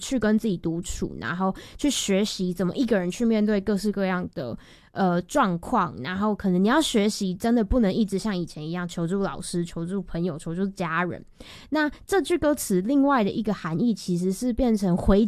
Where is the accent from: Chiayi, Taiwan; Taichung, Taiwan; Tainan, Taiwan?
Taichung, Taiwan; moved away as an adult; now in Taipei, Taiwan; 因为像是我们两个北漂嘛，那我是来自台中的小孩